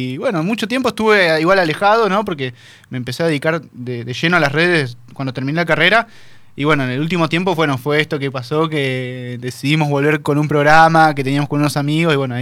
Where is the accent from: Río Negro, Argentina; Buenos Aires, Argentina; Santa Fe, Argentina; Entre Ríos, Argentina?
Entre Ríos, Argentina; Paraná; Sí, soy de Paraná.